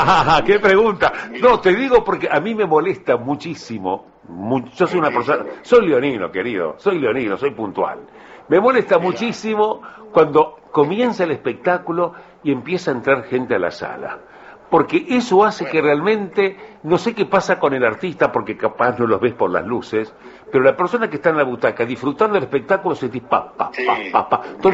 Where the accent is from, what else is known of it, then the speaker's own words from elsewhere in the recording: Uruguay; ¿somos puntuales los uruguayos?